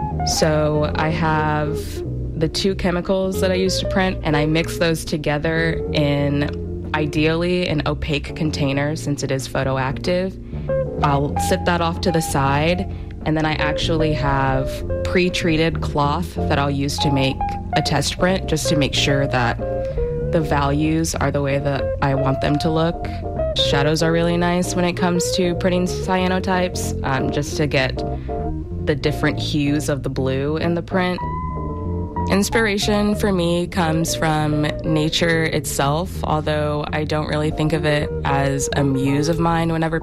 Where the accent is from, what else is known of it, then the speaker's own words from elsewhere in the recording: Houston, Texas, United States; from Third Ward